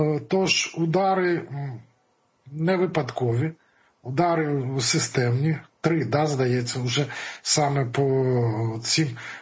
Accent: Poltava, Poltava Oblast, Ukraine; Я як полтавчанин кажу

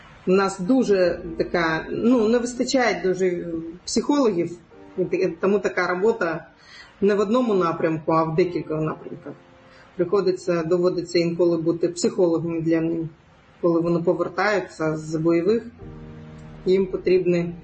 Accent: Crimea, Ukraine; moved away; мій дім – це Крим

